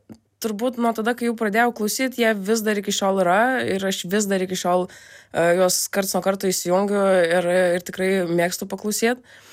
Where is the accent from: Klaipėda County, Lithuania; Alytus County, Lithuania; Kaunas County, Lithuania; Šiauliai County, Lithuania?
Klaipėda County, Lithuania; Gargždai; moved away; Gargžduose. Aš esu iš Gargždų, iš miestelio prie Klaipėdos. Ir labai džiuguosi iš tikrųjų, kad tenais gimiau. Labai myliu tą miestą ir mano tėvai vis dar ten gyvena.